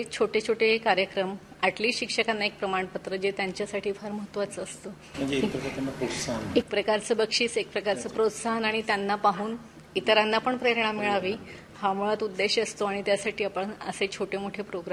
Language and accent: Marathi; Nagpur, Maharashtra, India; मी मुळात नागपूरची आहे